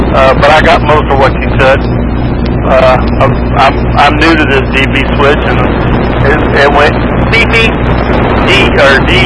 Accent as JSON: {"language": "English", "town": "Oak Ridge", "region": "Tennessee", "country": "United States", "tie": "born there", "said": "I was born in the Tennessee Valley of Oak Ridge"}